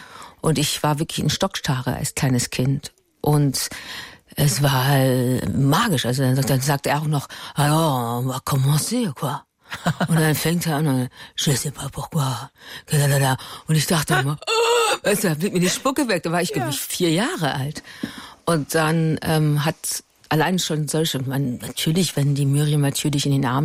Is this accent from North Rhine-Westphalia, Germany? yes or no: no; Berlin, Germany; born there; Ich bin in Berlin geboren.